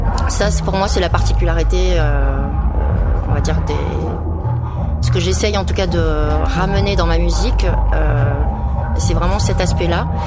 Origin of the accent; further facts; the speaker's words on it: Côte d’Ivoire; d'origine tunisienne cambodgienne. J'ai grandi en Côte d'Ivoire.